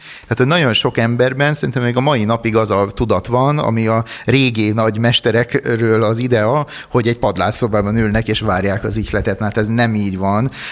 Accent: Balassagyarmat, Nógrád, Hungary; born there; balassagyarmati születésű vagyok

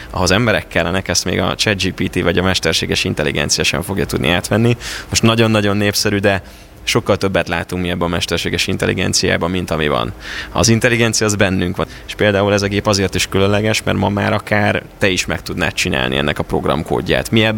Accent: Ajka, Veszprém County, Hungary; Én például Ajkáról származom, az egy bányászváros.

